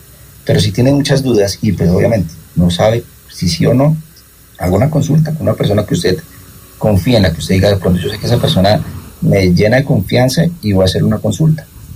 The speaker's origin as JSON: {"language": "Spanish", "country": "Colombia", "said": "yo creo que es por lo que somos, no sé, colombianos, latinos, nos enseñaron que la familia sí es lo más importante"}